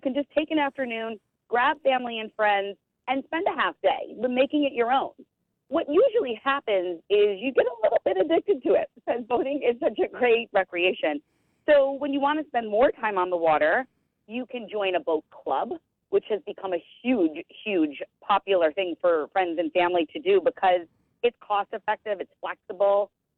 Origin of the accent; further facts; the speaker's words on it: Buffalo, New York, United States; I grew up on the Great Lakes in Buffalo, actually.